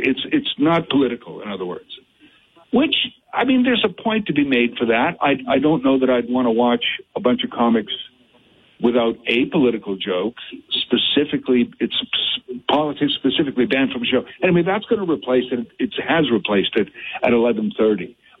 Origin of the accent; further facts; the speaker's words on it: Canada; we started to say as Canadians